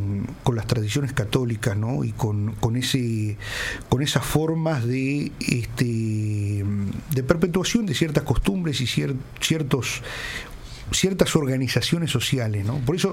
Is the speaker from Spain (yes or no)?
no; San Gregorio de Polanco, Tacuarembó, Uruguay; born there; mi San Gregorio de Polanco, en mi pueblo.